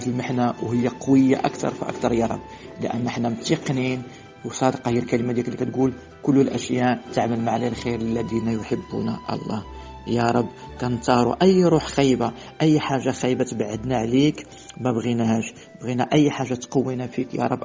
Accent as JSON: {"language": "Arabic", "country": "Morocco", "said": "يا رب كنصليو صلاه من اجل بلادنا المغرب يا رب باش تحميها يا رب."}